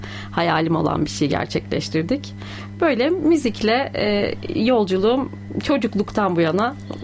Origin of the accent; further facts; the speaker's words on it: Kırşehir, Turkey; Aslen Kırşehirliyim.